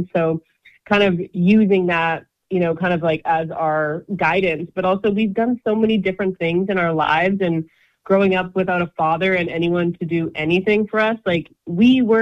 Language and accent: English; Edmonton, Alberta, Canada; primarily raised in Edmonton, but our family comes from all over Treaty 6 and Treaty 8 territory. So from Slave Lake to Lac St. Anne and up north in Fort Mackay and Fort McMurray